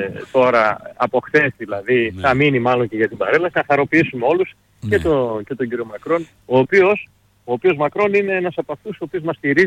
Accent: Thessaloniki, Central Macedonia, Greece; born there; Γεννήθηκα στην Τριανδρία. Είναι ανάμεσα σε δύο στάδια.

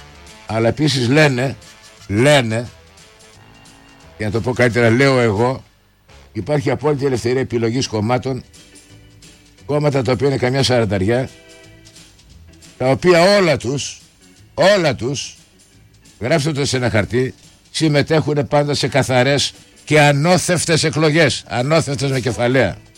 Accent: Greece

